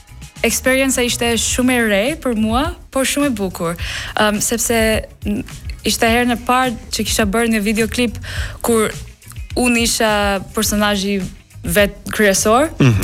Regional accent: England, United Kingdom; first language English; Albanian is a second language; moved away as an adult; now in Albania; Po, atëherë un jam lindur dhe rritur në Angli, por mami është nga India, babi nga Iran.

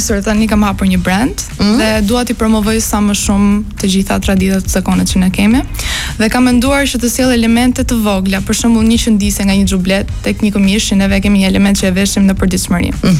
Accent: Korçë, Korçë County, Albania; now in Tirana, Albania; Unë origjinë jam nga jugu, jam nga Korça

